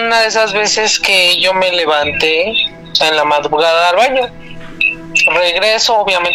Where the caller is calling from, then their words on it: Ecatepec, State of Mexico, Mexico; Ecatepec.